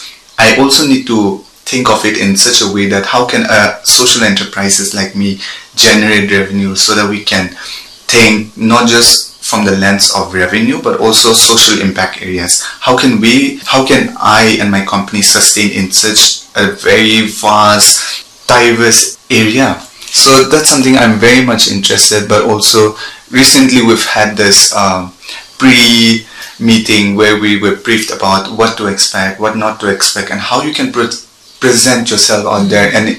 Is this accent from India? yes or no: yes; Wokha district, Nagaland, India; also born or lived in Kohima; coming from a small community like us from the northeastern region of India, Nagaland, and then when you narrow it down to my perspective, I'm from Woka district.